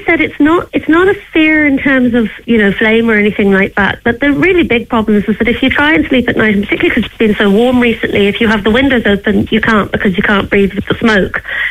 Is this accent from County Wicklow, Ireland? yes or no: yes; Glencree, County Wicklow, Ireland; growing up in Glencree